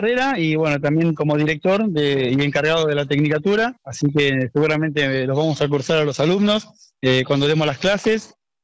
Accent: Argentina; países como Argentina, que somos 100% ganaderos, históricamente ganaderos

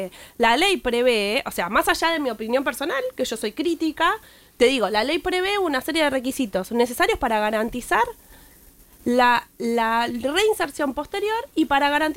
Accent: Argentina

